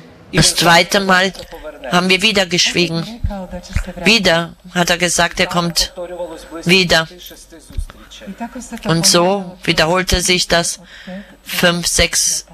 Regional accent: Ukraine; für die Jugendlichen aus meiner Heimat und für die Jugendlichen aus der ganzen Welt. Herr, ich bitte dich für die Jugendlichen aus meiner Ukraine

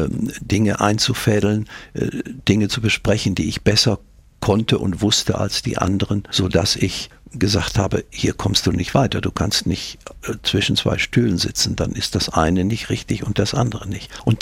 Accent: Rheine, North Rhine-Westphalia, Germany; born or raised there

